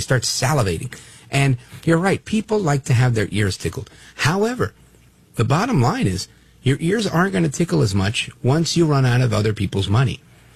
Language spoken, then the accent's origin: English; Brooklyn, New York, United States; born there; Now listen, My parents were born in Puerto Rico. I was born in Brooklyn, New York.